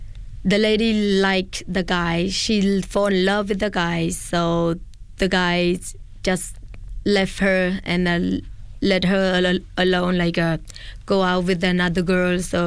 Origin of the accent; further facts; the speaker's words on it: Battambang, Cambodia; born there; English is a second language; moved away; also born or lived in Thailand / Phnom Penh; Before I go to Thailand, I born in Battambang, and when I come back from Thailand, I live in Battambang. So about like 6 years, and we moved to Phnom Penh.